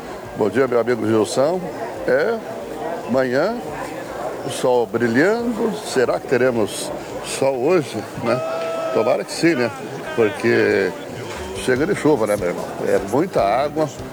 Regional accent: Barracão, Paraná, Brazil; now in Francisco Beltrão, Brazil; eu me criei em Barracão

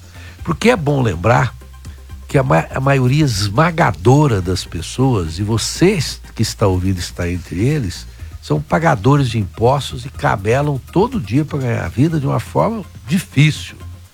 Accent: Brazil; tem me preocupado muito como brasileiro

